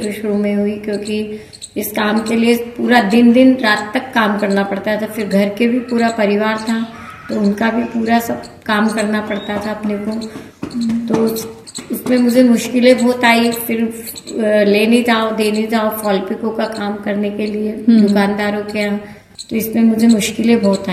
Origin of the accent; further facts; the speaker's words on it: Indore, Madhya Pradesh, India; moved away as an adult; मैं इंदौर से हूँ, वैसे मेरा मायका इंदौर का है